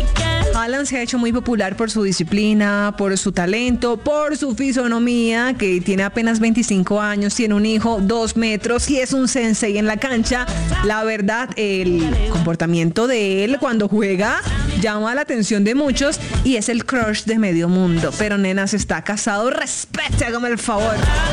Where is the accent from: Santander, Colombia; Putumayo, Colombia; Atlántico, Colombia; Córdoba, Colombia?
Atlántico, Colombia; Barranquilla; born there; now in Bogotá, Colombia; yo nací en Barranquilla